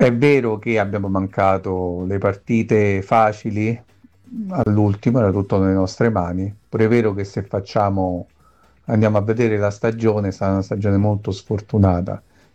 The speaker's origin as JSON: {"language": "Italian", "town": "Rome", "region": "Lazio", "country": "Italy", "tie": "born there", "said": "Ciao Giulia, una considerazione per sono nato a Roma"}